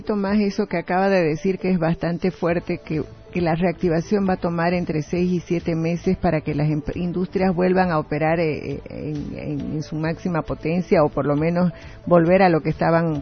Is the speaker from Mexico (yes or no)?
no; Bolivia